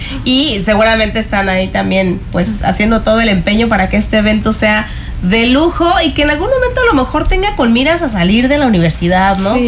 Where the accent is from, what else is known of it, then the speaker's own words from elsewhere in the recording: Morelia, Michoacán, Mexico; yo soy de Morelia